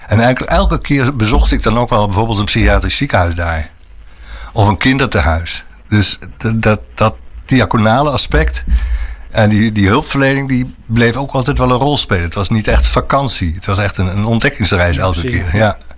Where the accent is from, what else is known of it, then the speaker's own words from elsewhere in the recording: Arnhem, Gelderland, Netherlands; also born or lived in Kampen / Ermelo; Ik was net in een voorgesprekje al aan het vertellen waar ik vandaan kom, uit Arnhem.